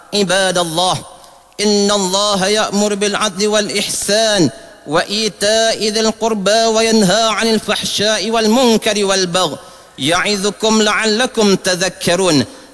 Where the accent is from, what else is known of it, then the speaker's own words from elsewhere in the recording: Penang, Malaysia; بلدنا ماليزيا، خصوصا ولاية فلوبينانغ